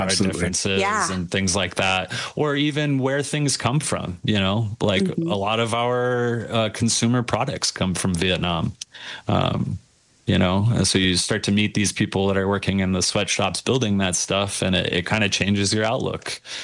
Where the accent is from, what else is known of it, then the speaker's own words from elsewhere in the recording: Seattle, Washington, United States; I grew up in Seattle